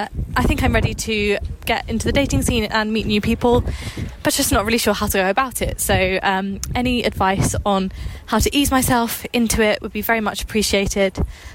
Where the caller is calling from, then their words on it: London, United Kingdom; I'm from London.